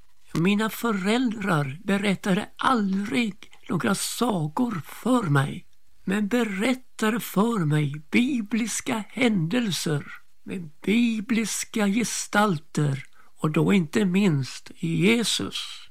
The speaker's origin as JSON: {"language": "Swedish", "town": "Öland", "region": "Kalmar County", "country": "Sweden", "said": "Jag kom från Öland till Kalmar för att gå på yrkesskola och lära mig radio- och tv-teknik."}